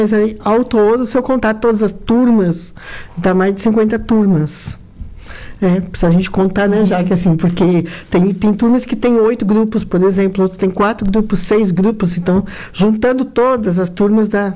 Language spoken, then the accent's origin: Portuguese; Santa Catarina, Brazil